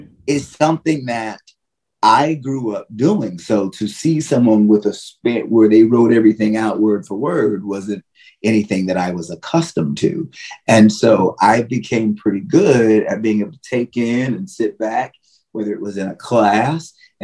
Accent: Connecticut, United States; I grew up in Connecticut

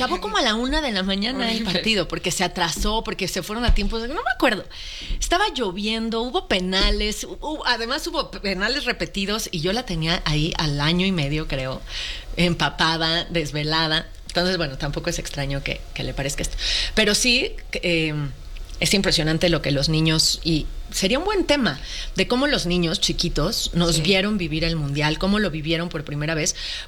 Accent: Mexico; somos mexicanos

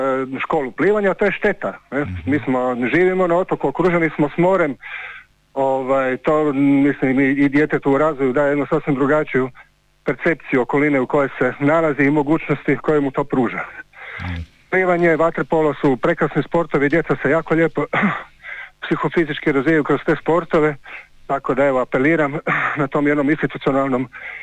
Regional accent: Lošinj, Primorje-Gorski Kotar County, Croatia; kod nas na Lošinju

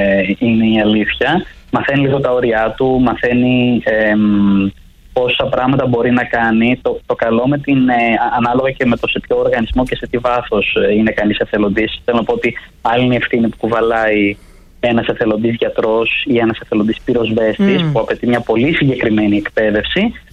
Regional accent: Greece

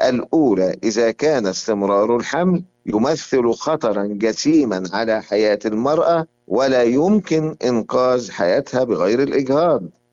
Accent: Egypt; عندنا في مصر

